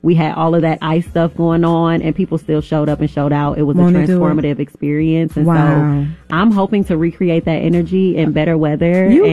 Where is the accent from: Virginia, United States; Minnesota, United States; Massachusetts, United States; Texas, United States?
Minnesota, United States; Twin Cities; born or raised there